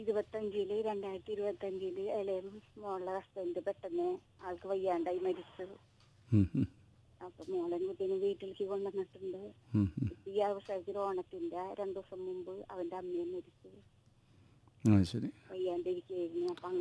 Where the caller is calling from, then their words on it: Kerala, India; നായ്ക്കുളം എന്ന് പറയും, കൊടുമല്ലൂര് അടുത്ത്.